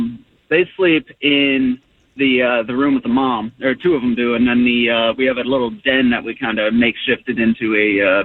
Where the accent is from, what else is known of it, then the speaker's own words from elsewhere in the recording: Annapolis, Maryland, United States; I'm from Annapolis.